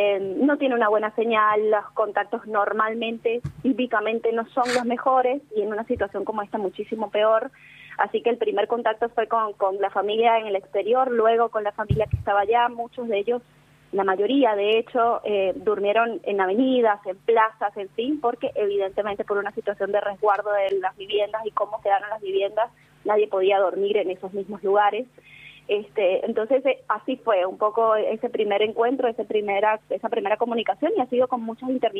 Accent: Venezuela; now in Argentina; si bien somos muchos los venezolanos en Argentina

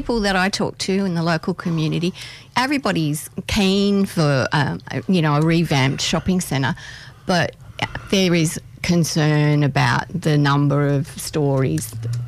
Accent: Gladesville, New South Wales, Australia; if someone asks you, where do you come from, you say Gladesville

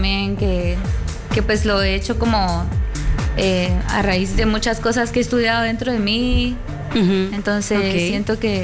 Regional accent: Guatemala; yo siendo guatemalteca

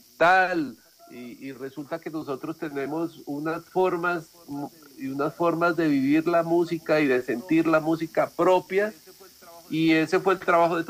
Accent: Colombia; Nosotros somos seres colombianos, y esa identidad cultural solamente la tenemos, la reflejamos o la sacamos cuando salimos fuera de Colombia.

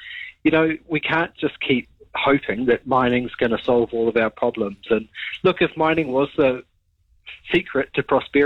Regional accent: Gisborne, New Zealand; You know, I come from Tairāwhiti, Gisborne. I still remember when Dad lost his job at the freezing works

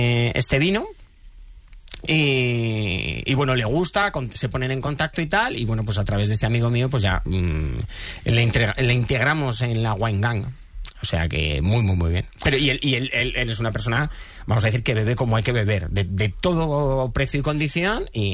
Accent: Leganés, Community of Madrid, Spain; yo que soy del Barça, entonces tampoco tengo, aunque he criado en Leganés, entonces no le tengo especial jerita al Getafe.

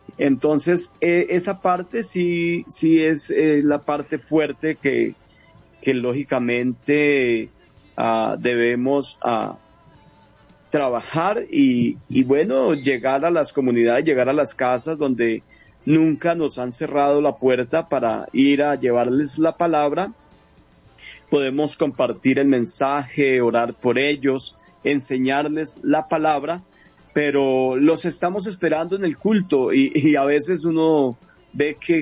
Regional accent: San Juan de Río Seco, Cundinamarca, Colombia; yo soy de acá, de San Juan de Río Seco, yo soy de esta región. Yo conocí el Evangelio en esta iglesia donde estoy ahora

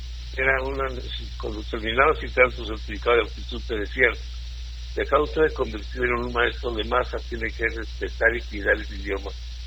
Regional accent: Santa Bárbara, Chihuahua, Mexico; born there; also born or lived in Comarca Lagunera; Debo recordarles que no es mi tierra, la Comarca Lagunera. Viví mucho tiempo allá. Mi cuna es Santa Bárbara, Chihuahua.

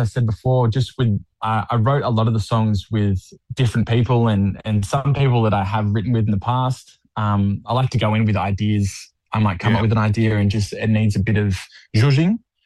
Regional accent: Cronulla, New South Wales, Australia; moved away; also born or lived in Gymea; I grew up in Cronulla

